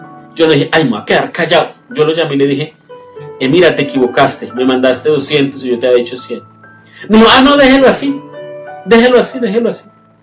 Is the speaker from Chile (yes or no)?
no; Colombia; moved away; En mi país, en Colombia, yo soy contador.